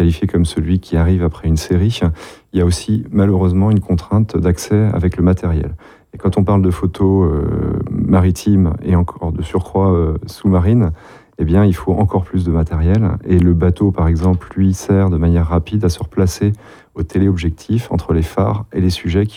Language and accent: French; Rennes, Brittany, France; now in Brest, France; parce que je suis rennais d'origine et j'ai pu plonger, mes premières amours remontent à Saint-Malo il y a à peu près 20 ans.